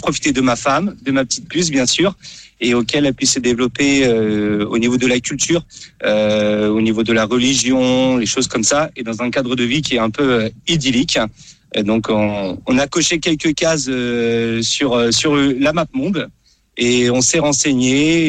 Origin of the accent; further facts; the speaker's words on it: Nantes, Pays de la Loire, France; Moi, je suis nantais de base